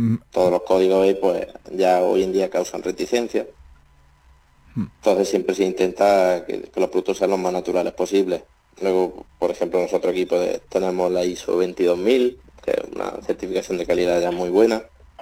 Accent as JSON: {"language": "Spanish", "town": "Valdepeñas de Jaén", "region": "Andalusia", "country": "Spain", "said": "Me formé aquí en la Universidad de Jaén, en mi tierra. Soy de Valdepeña de Jaén, de aquí, un pueblo de aquí al lado."}